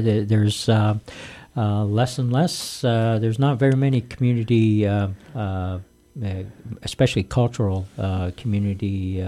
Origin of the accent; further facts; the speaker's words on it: Canada; we come from Canada and going to Sicily, whether it's in Rakamuto or in Catania or in the people that you talk to, they're just amazed at the fact that we speak Sicilian.